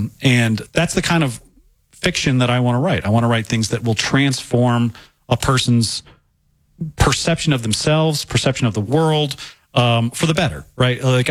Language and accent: English; Fayetteville, Arkansas, United States; when I was growing up in Arkansas, as Jehovah's Witness